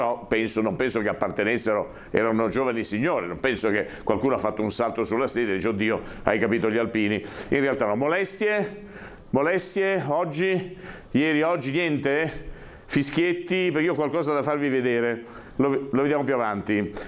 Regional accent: Treviso, Veneto, Italy

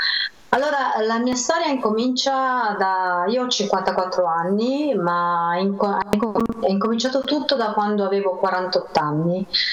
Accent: Apulia, Italy; essendo pugliese

